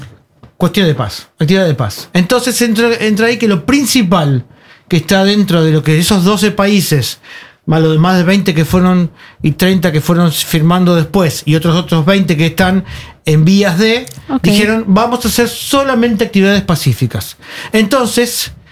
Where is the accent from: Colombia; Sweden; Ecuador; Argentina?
Argentina; vengo de Argentina, que estamos en invierno.